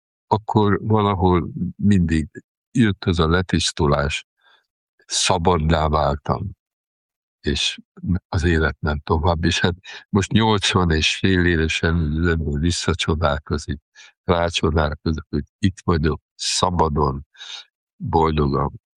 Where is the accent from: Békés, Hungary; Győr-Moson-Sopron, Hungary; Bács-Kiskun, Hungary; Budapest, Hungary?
Győr-Moson-Sopron, Hungary; Sopron; hát most soproni vagyok, egész életemben, már szerzetes életemben zsoltárokat imádkozunk.